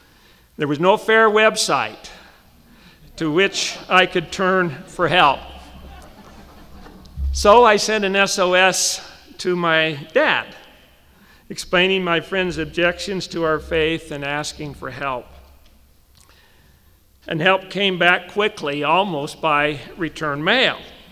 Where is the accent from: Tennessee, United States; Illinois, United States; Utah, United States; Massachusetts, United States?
Utah, United States; Ephraim; Growing up in Ephraim in Sampete County, I was acquainted, and then only casually, with four non-Mormons, two of whom subsequently converted.